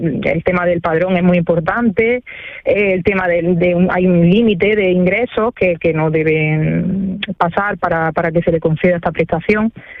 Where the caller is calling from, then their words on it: Lucena, Andalusia, Spain; Yo vivo en Lucena y voy todos los días a Córdoba a trabajar.